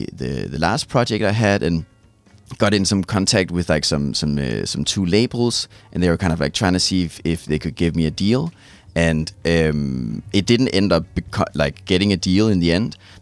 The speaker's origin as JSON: {"language": "English", "town": "Copenhagen", "region": "Capital Region of Denmark", "country": "Denmark", "tie": "born or raised there", "moved": "as an adult", "lives_now": "Amsterdam, Netherlands", "said": "when I tell people I'm from Copenhagen, they're like, oh, that's so cool, that's amazing. And I'm like, well, it's lame because I lived there my whole life"}